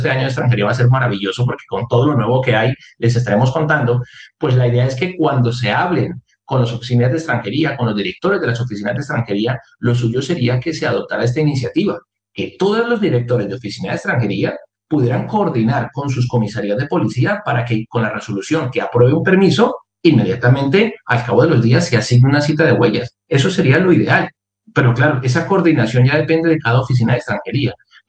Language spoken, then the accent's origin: Spanish; Colombia; now in Spain; como colombianos que estamos fuera de nuestro país